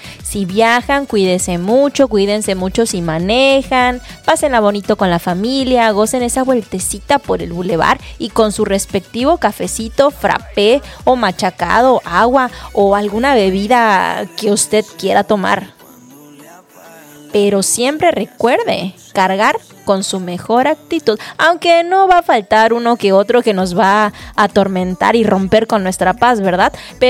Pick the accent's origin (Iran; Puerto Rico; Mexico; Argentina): Mexico; Chetumal, Quintana Roo; yo soy de Chetumal. Toda mi vida he vivido en Chetumal.